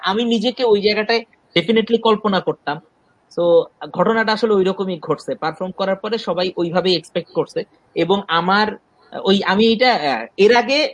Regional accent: Dhaka, Dhaka Division, Bangladesh; আমার বাবা মা লক্ষ্মীপুরে বড় হয়েছে, লক্ষ্মীপুর আমাকে আমার বাবা মা উপহার দিছে। আমি আসলে ঢাকাতেই বড় হয়েছি

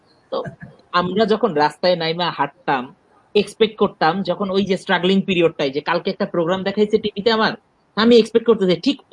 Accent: Dhaka, Dhaka Division, Bangladesh; যেটা হয় যে নর্মালি আমি ঢাকাতেই বড় হয়েছি

